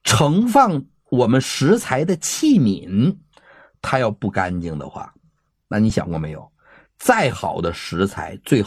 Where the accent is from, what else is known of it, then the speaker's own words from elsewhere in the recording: China; 咱们中国人对吃来讲是尤为的讲究的